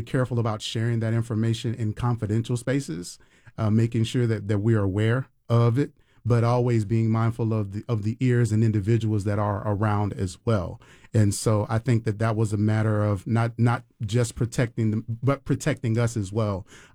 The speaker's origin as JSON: {"language": "English", "town": "Tampa", "region": "Florida", "country": "United States", "tie": "born or raised there", "said": "for those of us who grew up here"}